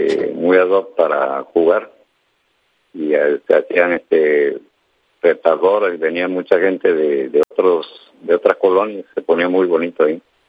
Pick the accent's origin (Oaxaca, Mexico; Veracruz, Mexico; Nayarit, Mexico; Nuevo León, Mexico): Veracruz, Mexico; born there; Yo viví, yo nací ahí en Juan Enríquez, entre Gómez Farías y 12 de octubre.